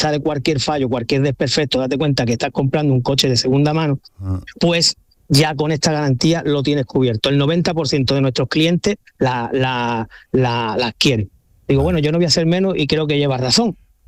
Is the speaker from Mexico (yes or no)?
no; Lepe, Andalusia, Spain; pues compramos un vehículo de la marca Skoda en un concesionario en Torremolinos, aunque nosotros somos de Lepe, Huelva